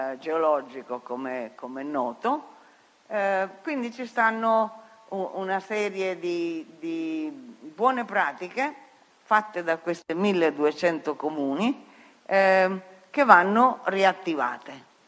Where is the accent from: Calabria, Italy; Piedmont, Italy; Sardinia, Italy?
Piedmont, Italy; Io sono piemontese